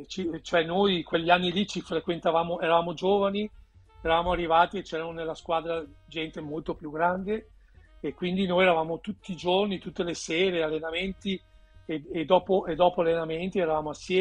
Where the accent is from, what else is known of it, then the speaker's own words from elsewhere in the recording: Veneto, Italy; io da Veneto, all'epoca era appena cioè sempre, io sono cresciuto a pane e terroni, diciamolo, tra i ragazzini nel nostro Veneto, nel nostro quartiere, nel nostro rione